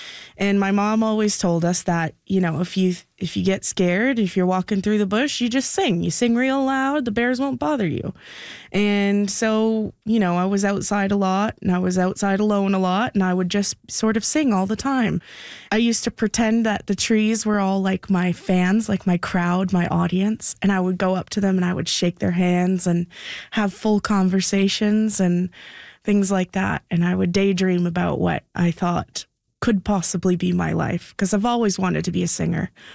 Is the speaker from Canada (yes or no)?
yes; South River, Ontario, Canada